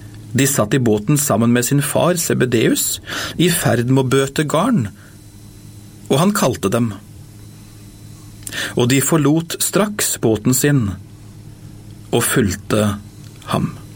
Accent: Bamble, Telemark, Norway; moved away; en liten enkel ungdom fra Bamble kommune i Telemark fylke.

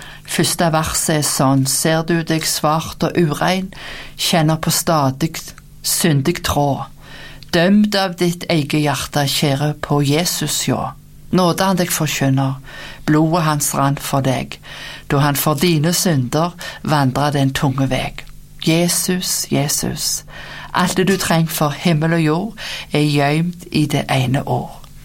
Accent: Rennesøy, Rogaland, Norway; moved away; hjemme på Rennesøy i Rogaland, der jeg kom ifra.

